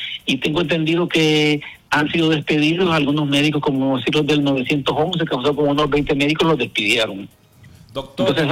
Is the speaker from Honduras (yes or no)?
yes; Olanchito, Yoro, Honduras; nosotros somos de Olanchito y queremos a nuestro pueblo